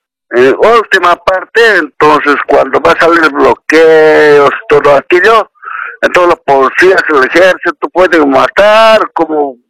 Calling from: Cochabamba, Bolivia; de Cochabamba.

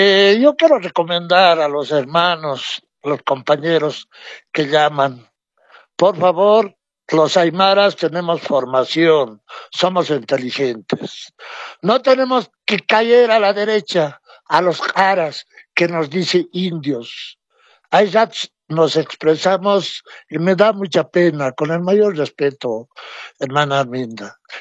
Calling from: La Paz, Bolivia; Desde La Paz, de la zona de Llojeta.

